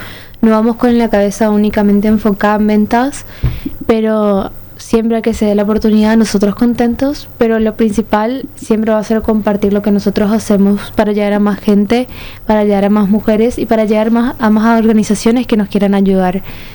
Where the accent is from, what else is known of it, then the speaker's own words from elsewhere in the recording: Argentina; now in Paraguay; Yo me estoy formando, yo soy argentina, pero soy 100% producto paraguayo. Me estoy formando acá en Paraguay, en la Universidad Americana.